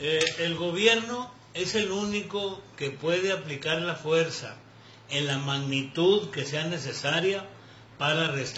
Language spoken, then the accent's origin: Spanish; Ciudad Lerdo, Durango, Mexico; moved away; yo hace muchísimos años que dejé mi tierra natal, aunque he vuelto esporádicamente a visitar a mi familia. Se puso en Ciudad Lerdo, Durango